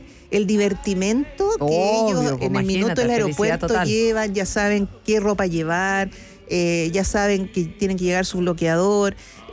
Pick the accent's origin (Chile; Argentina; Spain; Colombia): Chile; nosotros empezamos a viajar como chilenos también hace poco.